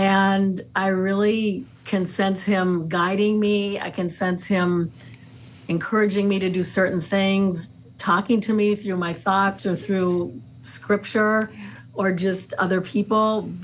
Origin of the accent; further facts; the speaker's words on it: Bismarck, North Dakota, United States; Well, I'm from Bismarck, North Dakota. I grew up out there. I have a couple brothers. My dad's passed away, but I grew up in a Christian home